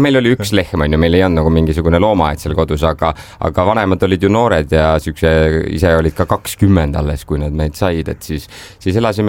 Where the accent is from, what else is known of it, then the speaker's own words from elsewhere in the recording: Mõisaküla, Viljandi County, Estonia; born there; mina olen, kui Elina on Eesti suurimast linnast, siis mina sel ajal olin Eesti kõige väiksemast linnast.